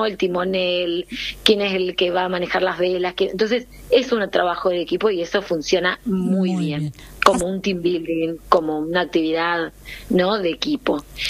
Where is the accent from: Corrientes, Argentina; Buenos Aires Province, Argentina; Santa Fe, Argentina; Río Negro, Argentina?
Corrientes, Argentina; moved away as an adult; now in Buenos Aires, Argentina; yo soy correntina, estoy viviendo acá hace 5 años, Allá tenemos el hermosísimo río Paraná. Nuestra vida circunda alrededor del río y en el río, porque hace muchísimo calor en el norte.